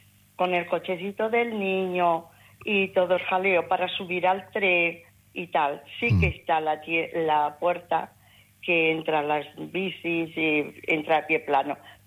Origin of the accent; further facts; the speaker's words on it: Baños de la Encina, Andalusia, Spain; Yo soy de Baños de la Encina.